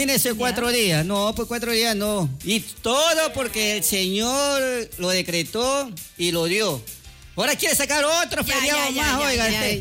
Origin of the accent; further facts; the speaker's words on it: Ecuador; todo mi pueblo ecuatoriano.